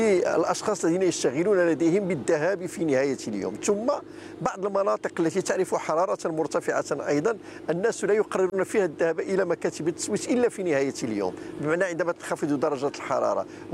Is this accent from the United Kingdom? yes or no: no; Morocco; عندنا في المغرب